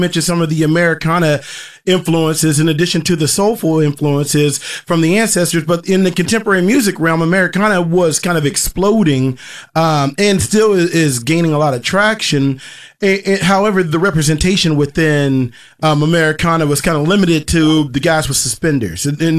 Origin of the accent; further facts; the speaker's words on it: West Virginia, United States; And growing up in West Virginia, like in Appalachia, I was exposed to that constantly.